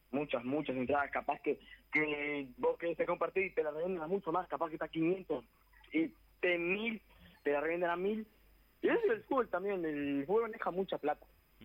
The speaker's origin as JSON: {"language": "Spanish", "country": "Uruguay"}